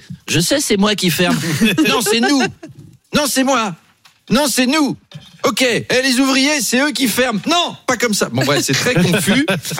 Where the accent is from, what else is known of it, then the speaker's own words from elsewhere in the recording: France; Apolline et moi, nous sommes français.